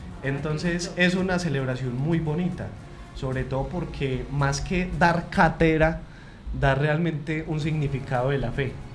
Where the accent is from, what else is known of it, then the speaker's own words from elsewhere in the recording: Colombia; eso es una costumbre asiática muy bonita que debemos de aprender nosotros como colombianos.